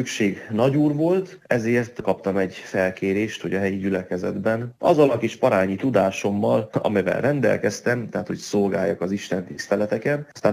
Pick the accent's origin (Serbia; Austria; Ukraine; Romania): Romania; Carei, Satu Mare County; moved away as an adult; now in Nyírmártonfalva, Hungary; én a Páciumban nőttem fel, Nagykárolyban.